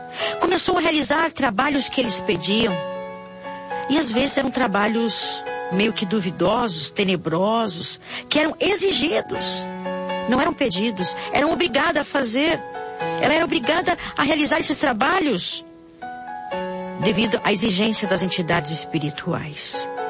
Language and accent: Portuguese; Morretes, Paraná, Brazil; born there; Nasci na cidade de Sarapiá, em Morretes, Baixada Paranaense. Uma família simples, não conhecedora do Evangelho.